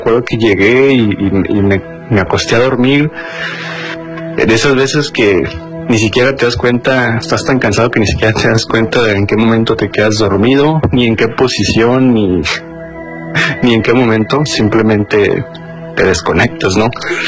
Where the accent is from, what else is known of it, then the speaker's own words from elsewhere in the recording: Monterrey, Nuevo León, Mexico; a mi ciudad de origen, de Monterrey